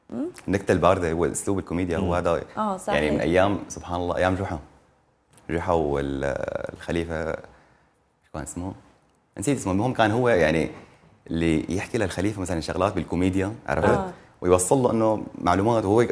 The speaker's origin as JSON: {"language": "Arabic", "country": "Syria", "said": "انا سوري فلسطين الاصل الحمد لله. هي اسمها مدينه صفد"}